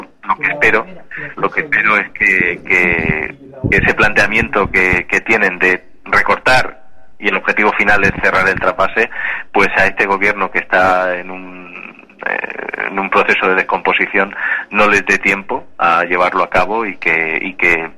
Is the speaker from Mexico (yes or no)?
no; Region of Murcia, Spain; la esencia de lo que somos los murcianos y la región de Murcia.